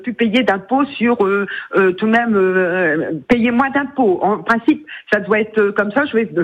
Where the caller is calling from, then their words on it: Gérardmer, Grand Est, France; je suis à Gérardmer